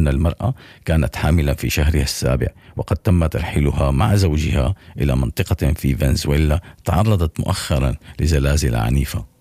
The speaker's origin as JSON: {"language": "Arabic", "country": "Syria", "said": "نتائج الشهادة الثانوية في بلدي سوريا"}